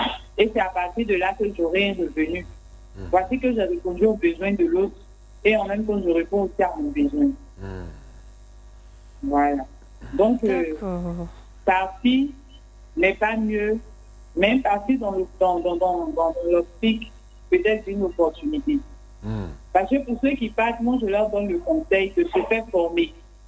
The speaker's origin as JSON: {"language": "French", "country": "Côte d’Ivoire", "said": "je suis ivoirienne"}